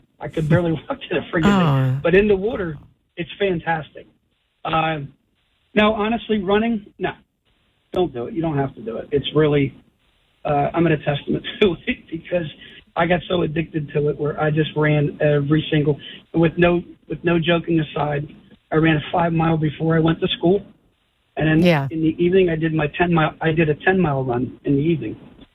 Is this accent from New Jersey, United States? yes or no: yes; New Jersey, United States; now in Pennsylvania, United States; I was from Jersey originally